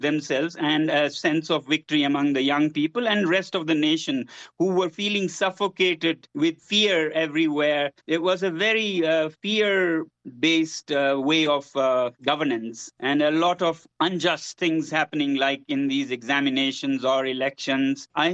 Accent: Ladakh, India

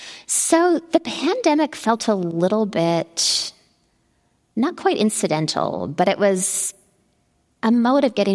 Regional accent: Canada; I'm Canadian. I feel like I was politer about it.

